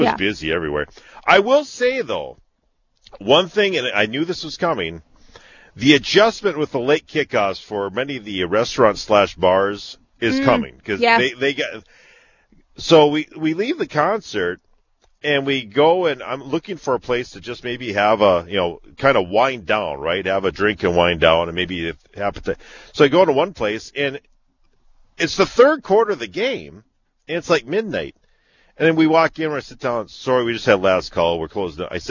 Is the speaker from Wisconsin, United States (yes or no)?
no; Barnesville, Minnesota, United States; my hometown of Barnesville